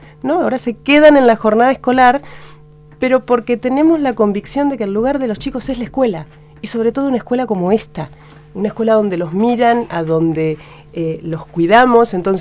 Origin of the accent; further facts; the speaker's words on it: Coronel Suárez, Buenos Aires Province, Argentina; Nacimos los dos en Coronel Suárez, rendimos concurso.